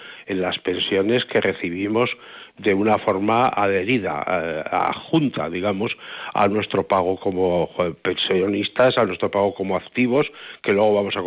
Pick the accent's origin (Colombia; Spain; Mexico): Spain; Burgos, Castile and León; Yo soy de Burgos